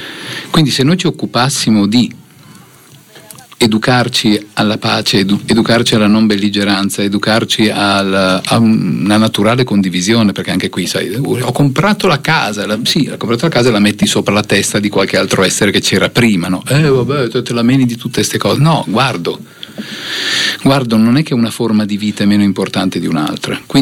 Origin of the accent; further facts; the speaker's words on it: Piedmont, Italy; moved away; also born or lived in Casorate Sempione; Però provengo dalla provincia di Vercelli.